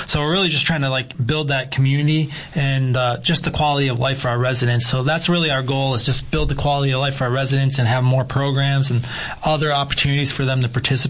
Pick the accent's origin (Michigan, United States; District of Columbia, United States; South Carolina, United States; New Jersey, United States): Michigan, United States; now in Arizona, United States; I'm from Michigan